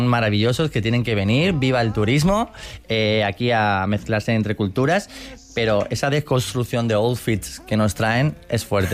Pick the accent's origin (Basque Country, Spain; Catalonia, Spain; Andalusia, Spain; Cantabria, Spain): Andalusia, Spain; Fuengirola; Málaga, yo soy de Fuengirola, un sol de ciudad.